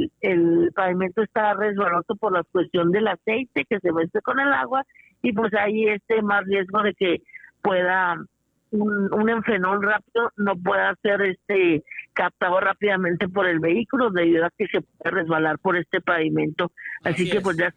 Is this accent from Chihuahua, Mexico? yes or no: yes; Chihuahua, Mexico; somos el norte de México.